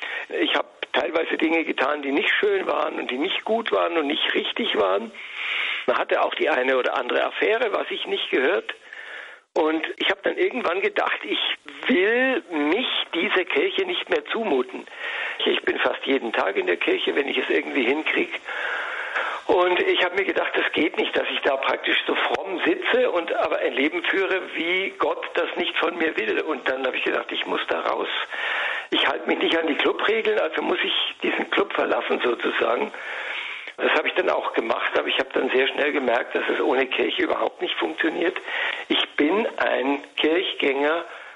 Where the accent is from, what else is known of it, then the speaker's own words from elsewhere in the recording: Garmisch-Partenkirchen, Bavaria, Germany; moved away; Ich bin ja nach München gekommen als absolutes Landei. Also ich komme aus Garmisch.